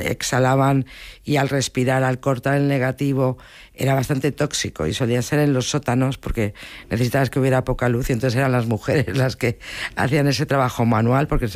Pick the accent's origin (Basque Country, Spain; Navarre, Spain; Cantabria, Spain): Basque Country, Spain; Bilbao; moved away; yo soy de Bilbao